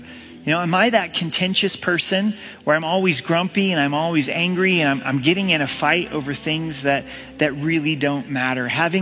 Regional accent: Pacific Northwest, United States; now in Colorado, United States; I'm from the Northwest, and it can rain for days, right? It just rains and rains and rains.

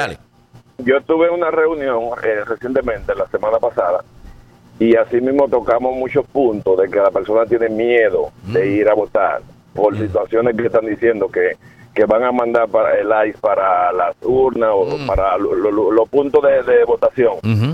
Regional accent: Dominican Republic; porque es que yo he dicho, yo soy dominicano

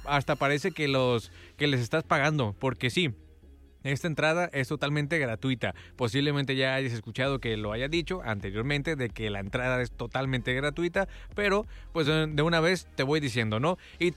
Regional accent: Guadalajara, Jalisco, Mexico; also born or lived in Tijuana, Mexico; now in Ensenada, Mexico; No, Soy de Guadalajara, pero pues me adoptó durante 10 años más o menos Tijuana. Y pues ahora estoy adoptando yo a Ensenada

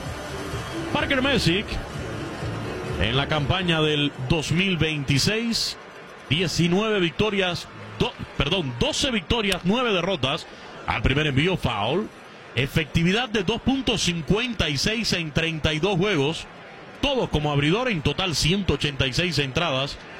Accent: Camagüey, Cuba; now in Mexico; Yo soy de Camagüey, avecindado ya hace muchos años, una década, en tierras mexicanas, gracias también a ese gran país que me abrió las puertas, que me dio libertad.

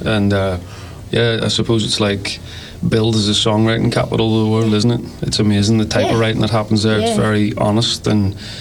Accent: Belfast, Northern Ireland, United Kingdom; moved away; also born or lived in Wakefield; I'm from Belfast, but met in Wakefield in England in 2013-2014.

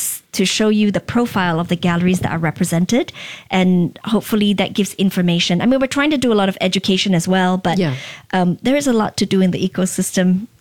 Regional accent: Singapore; And I think as a Singaporean, I think about that very much.

